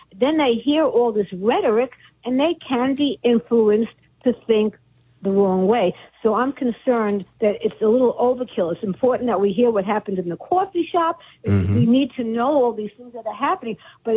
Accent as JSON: {"language": "English", "town": "Brooklyn", "region": "New York", "country": "United States", "also_born_or_lived": "Philadelphia / Boston", "said": "Well, yes, I am originally from Brooklyn. Then I moved to Philadelphia, then Boston, and then we ended up"}